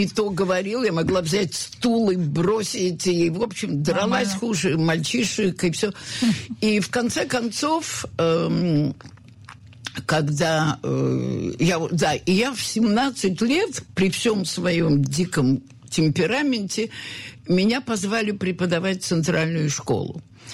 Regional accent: Moscow, Russia; born there; moved away as an adult; я родилась в Москве

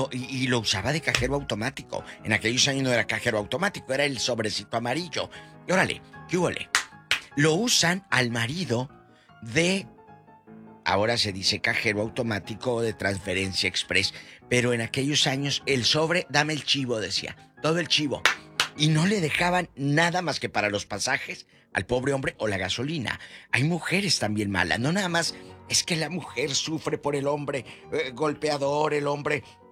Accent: Matamoros, Tamaulipas, Mexico; moved away; en mi tierra, en mi Matamoros querido

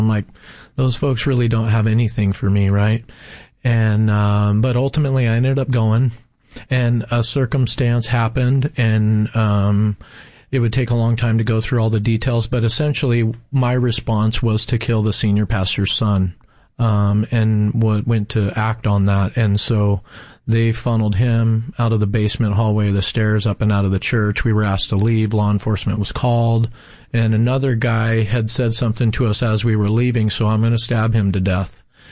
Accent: Salem, Oregon, United States; I was born and raised in Salem, Oregon. So everything that I just described to you as far as from when I started life, it was in Salem and in Oregon.

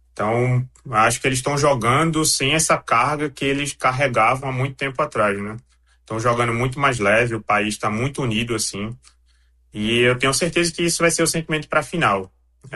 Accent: Brazil; now in Argentina; Eu sou brasileiro até o Brasil sair da Copa, depois disso eu torço para a Argentina. Mas por morar aqui

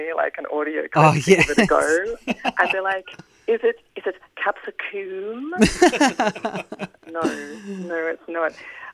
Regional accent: Australia; I'm Australian, so like everything that's going to come out of my writing is going to naturally sound Australian.

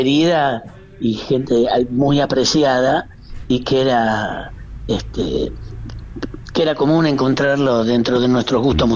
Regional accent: Rosario, Santa Fe, Argentina; Soy rosarino

